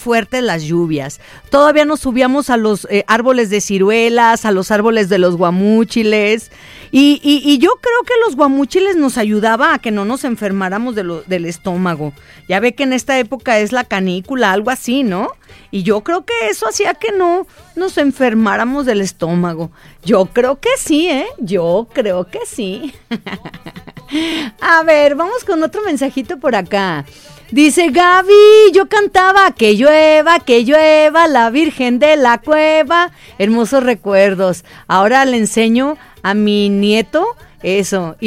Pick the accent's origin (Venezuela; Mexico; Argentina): Mexico; Autlán, Jalisco; Nuestros padres antes no eran tan... chintinosos, dirían en mi pueblo, en Autlán, tan fallos.